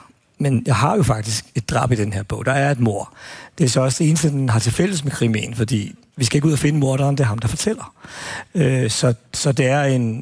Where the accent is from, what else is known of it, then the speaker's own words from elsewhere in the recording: Albertslund, Capital Region of Denmark, Denmark; jeg er sådan lidt arveligt belastet, fordi at jeg voksede op i Appelslund, hvor vi havde to fængsler.